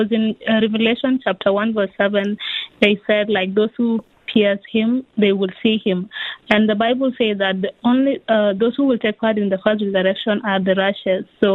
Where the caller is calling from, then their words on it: Calgary, Alberta, Canada; Oh, thank you so much, Pastor. I am from Canada.